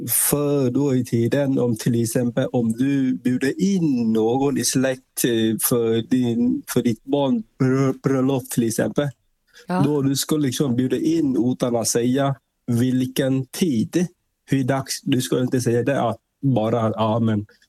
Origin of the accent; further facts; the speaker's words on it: Vietnam; Swedish is a second language; Min far, alltså, han jobbar då i huvudstad i Hanoi, och sen jag kommer från Milestra området.